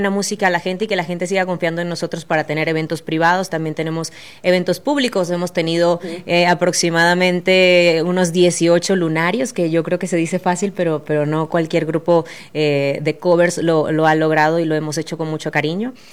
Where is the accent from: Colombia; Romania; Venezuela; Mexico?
Venezuela; Yo, por ejemplo, soy venezolana, también tenemos un compañero de República Dominicana, tenemos algunos de Argentina, de Brasil, entonces hay de todo un poquito.